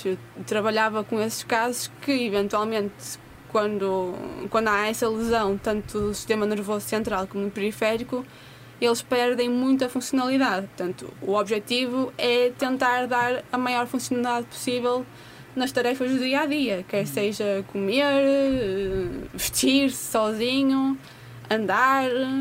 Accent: Matosinhos, Norte, Portugal; sou daqui de Matosinhos

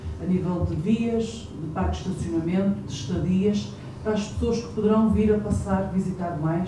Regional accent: Vila Nova de Famalicão, Braga, Portugal; sou de Famalicão, da FAMA-DB.

